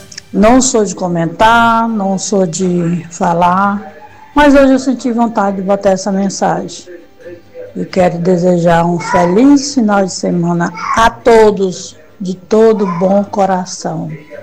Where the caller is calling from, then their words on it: Brazil; eu sou aqui de Coelho Neto.